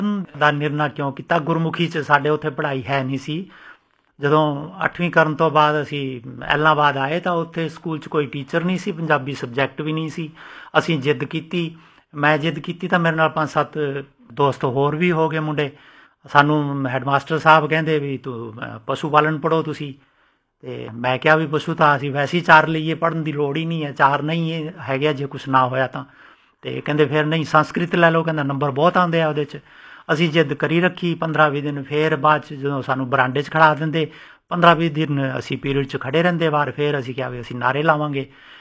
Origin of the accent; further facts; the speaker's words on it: Sirsa district, Haryana, India; moved away as an adult; also born or lived in Ellenabad, Haryana / Sangrur, Punjab; ਮੇਰਾ ਜਨਮ ਪਿੰਡ ਤਲਵਾੜਾ ਖੁਰਦ, ਜ਼ਿਲ੍ਹਾ ਸਰਸਾ, ਹਰਿਆਣੇ 'ਚ ਹੋਇਆ, ਜਿੱਥੇ 8ਵੀਂ ਤੱਕ ਦਾ ਸਕੂਲ ਸੀ। ਬਾਅਦ 'ਚ ਮੈਂ 10ਵੀਂ ਤੱਕ ਦੀ ਸਿੱਖਿਆ ਲਈ ਐਲਨਾਬਾਦ, ਜਿਹੜਾ ਅੱਜ ਕੱਲ੍ਹ ਤਹਿਸੀਲ ਹੈੱਡਕੁਆਟਰ ਹੈ, ਉੱਥੇ ਆ ਗਿਆ